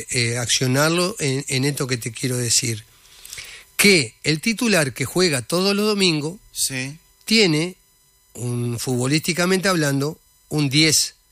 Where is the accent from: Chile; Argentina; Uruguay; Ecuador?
Uruguay; Yo soy uruguayo y él es argentino.